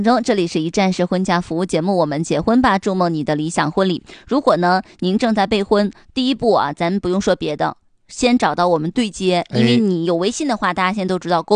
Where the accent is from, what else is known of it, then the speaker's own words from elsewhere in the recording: Northeast China, China; 我们东北人还是很好这个的。